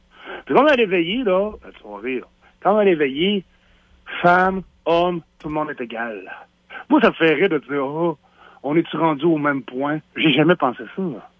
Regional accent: Sainte-Marie, Quebec, Canada; Je viens de Sainte-Marie.

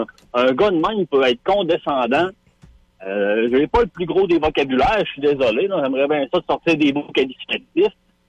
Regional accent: Saguenay, Quebec, Canada; also born or lived in Loretteville / Beauce; je suis né à Québec. Je suis né à Loretteville. J'ai grandi au Saguenay. J'ai grandi dans Beauce.

